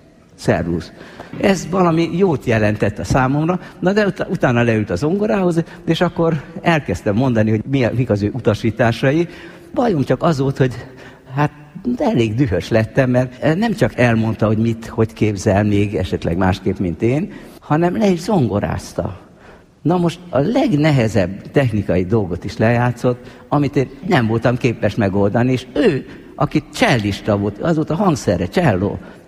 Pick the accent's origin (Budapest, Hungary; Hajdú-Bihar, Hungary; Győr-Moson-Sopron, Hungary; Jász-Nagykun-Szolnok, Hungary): Hajdú-Bihar, Hungary; Debrecen; debreceni kisiskolás, jártam az debreceni zenedébe